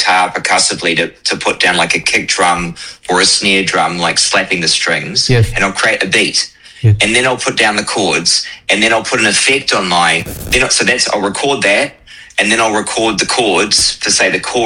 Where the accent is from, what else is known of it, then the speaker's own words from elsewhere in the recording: Auckland, New Zealand; also born or lived in Russell; Yep, born and raised in Auckland, spent a lot of time in the far north up in Russell where my grandparents had a farm.